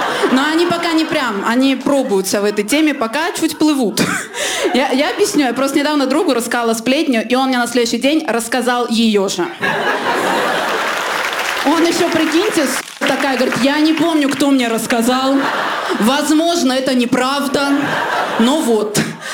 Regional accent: Armenia; я такая, так, я армянка, я на приколе.

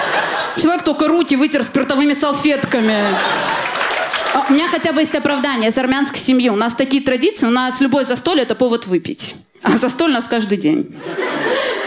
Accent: Russia; у нас, у женщин в России

